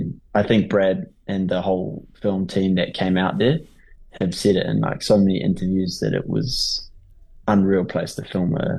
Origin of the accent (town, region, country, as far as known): Okere Falls, Bay of Plenty, New Zealand; born or raised there